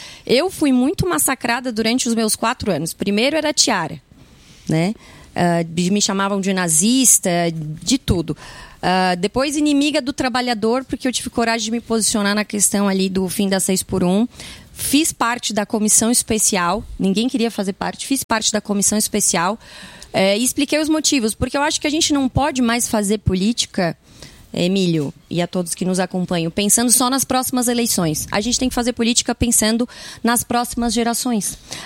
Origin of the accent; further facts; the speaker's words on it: Criciúma, Santa Catarina, Brazil; Eu sou de Criciúma